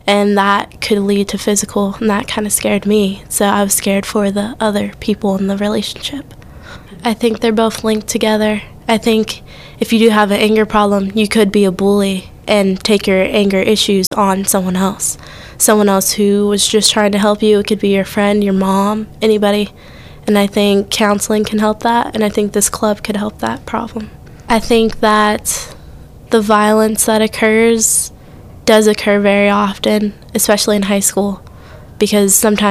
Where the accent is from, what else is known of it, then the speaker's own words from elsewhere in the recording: South Allegheny, Pennsylvania, United States; I'm 18 and I'm from South Allegheny.